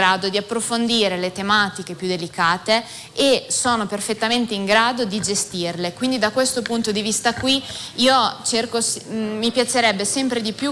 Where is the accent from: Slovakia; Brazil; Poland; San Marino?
San Marino